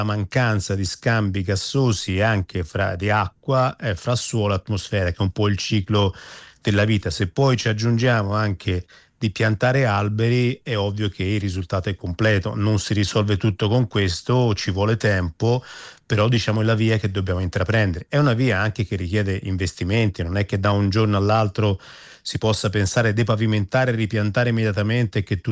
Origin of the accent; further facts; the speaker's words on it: Florence, Tuscany, Italy; per esempio io appunto sono di Firenze, Firenze sta andando in quella direzione